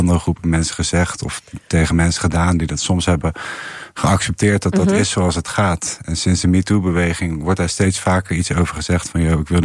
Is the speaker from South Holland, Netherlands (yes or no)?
yes; Rotterdam, South Holland, Netherlands; Ik ben in Rotterdam opgegroeid